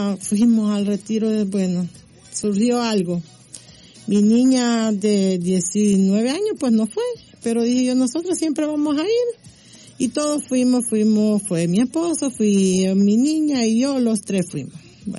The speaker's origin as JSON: {"language": "Spanish", "country": "El Salvador", "said": "Pues ya, yo soy del Salvador y pues nos conocimos con mi esposo allá y nos conocimos aquí."}